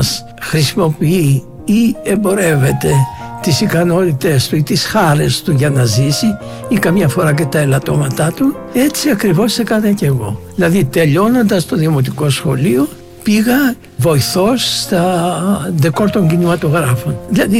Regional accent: Athens, Attica, Greece; moved away as an adult; Γεννήθηκα στην Αθήνα. Είμαι Βέρος Αθηναίος. Αλλά ουσιαστικά πήρε μορφή η ζωή μου εκτός Ελλάδας. Στα 30 χρόνια εκτός Ελλάδας

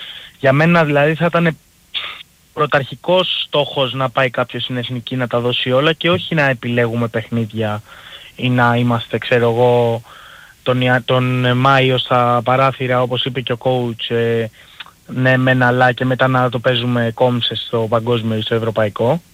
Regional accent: Korydallos, Attica, Greece; είμαι από Κορυδαλό, Ολυμπιακός.

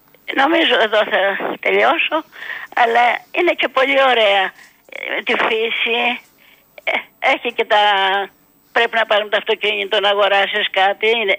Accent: Corinth, Peloponnese, Greece; born there; now in Athens, Greece; Ωραία χρόνια και εκεί στην επαρχία, στην Κόρινθο. Λοιπόν. Έζησα, μετά ήρθα στην Αθήνα.

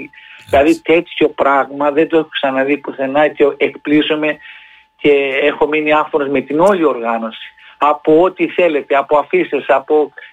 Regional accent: Heraklion, Crete, Greece

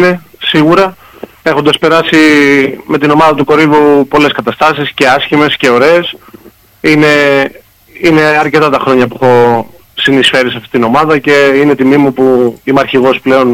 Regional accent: Pyrgos, Western Greece, Greece; Εγώ από τον Πύργο. Είμαι στον Πύργο.

